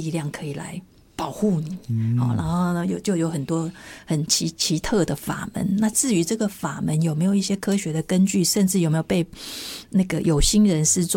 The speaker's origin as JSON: {"language": "Chinese", "country": "Taiwan", "said": "我们台湾人有一种想法，"}